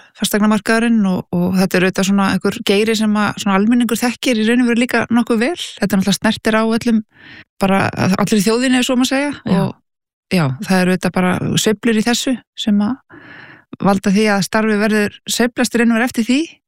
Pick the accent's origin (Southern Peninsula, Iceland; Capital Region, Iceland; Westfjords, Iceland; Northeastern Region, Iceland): Capital Region, Iceland; Reykjavík; born or raised there